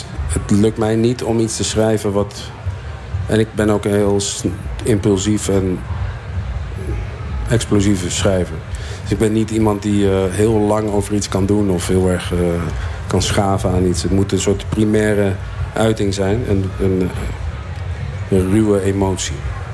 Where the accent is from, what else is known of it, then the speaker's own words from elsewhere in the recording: Zwolle, Overijssel, Netherlands; Vroeger was ik bijvoorbeeld trots van. Ja, ik kom uit Zwolle, maar ja, daar heb ik niks voor hoeven doen, hè.